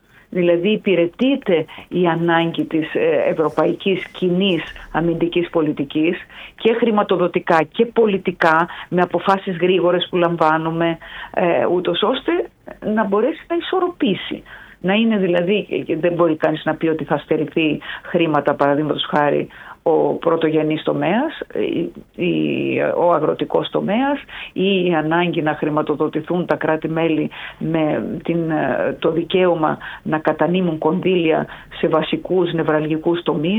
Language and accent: Greek; Greece; Μιλάω ως Ελληνίδα ευρωβουλευτής.